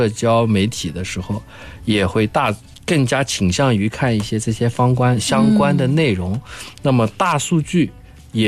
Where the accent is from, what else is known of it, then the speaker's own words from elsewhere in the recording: China; 作为一个中国人